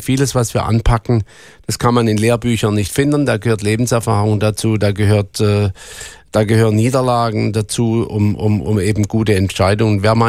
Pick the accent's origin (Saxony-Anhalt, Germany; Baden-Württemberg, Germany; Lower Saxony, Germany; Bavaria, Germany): Baden-Württemberg, Germany; also born or lived in United States; da ich echter Badener bin, aber sehr gerne in Amerika war und viele Zeit in meiner Ausbildung, meiner Jugend in den USA verbracht habe.